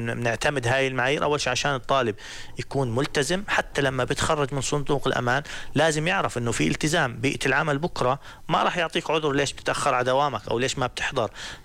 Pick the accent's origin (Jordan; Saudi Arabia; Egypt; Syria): Jordan; Salt, Balqa Governorate; من السلط.